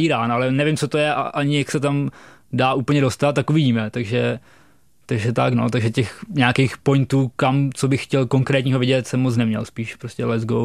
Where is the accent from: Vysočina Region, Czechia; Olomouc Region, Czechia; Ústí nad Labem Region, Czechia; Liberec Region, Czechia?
Vysočina Region, Czechia; Chotěboř; born or raised there